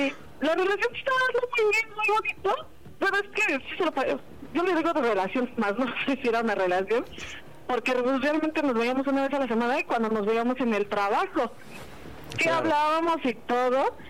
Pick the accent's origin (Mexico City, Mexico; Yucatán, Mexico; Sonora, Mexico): Mexico City, Mexico; Tengo 35 y soy de aquí en CDMX.